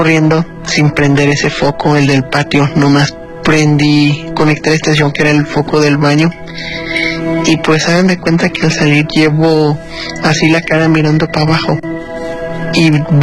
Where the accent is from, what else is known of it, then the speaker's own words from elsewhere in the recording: San Francisco del Rincón, Guanajuato, Mexico; de San Francisco del Rincón, Guanajuato.